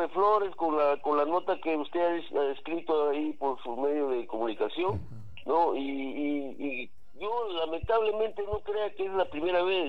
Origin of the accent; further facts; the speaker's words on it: Peru; Como padre de familia, como peruano